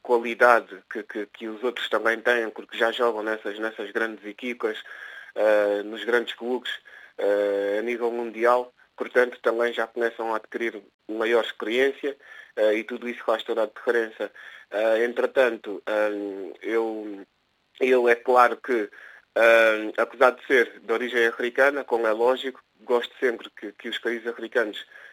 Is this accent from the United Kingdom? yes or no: no; Portugal; Portugal está sempre acima, porque eu também sou português e estou aqui a viver